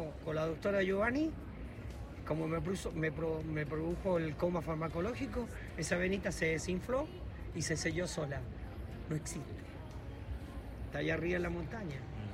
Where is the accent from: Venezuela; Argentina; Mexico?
Argentina; Catamarca; born there; Yo nací el año 2000, nací acá en Catamarca.